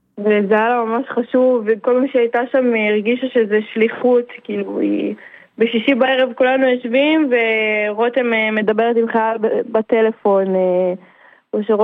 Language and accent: Hebrew; Givat Ada, Haifa District, Israel; גדלנו ביחד בגבעת עדה, וסיימנו בית ספר יסודי ביחד בגבעת עדה, ותיכון